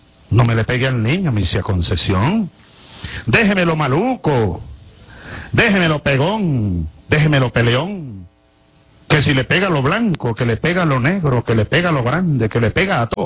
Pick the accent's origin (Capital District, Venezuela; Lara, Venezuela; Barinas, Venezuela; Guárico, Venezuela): Barinas, Venezuela; De un poeta de mi tierra llanera, de Barinas